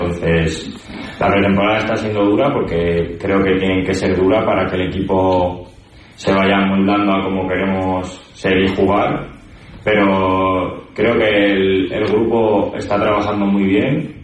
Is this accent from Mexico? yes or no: no; Navarre, Spain; Pues yo toda mi vida he jugado al fútbol en Navarra, en mi pueblo, y pues un profesor de la ESO me introdujo al voleibol